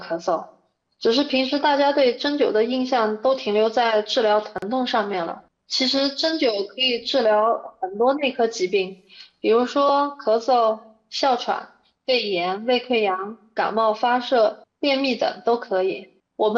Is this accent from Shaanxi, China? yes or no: no; Yunnan, China; 我们云南人可是吃山珍长大的，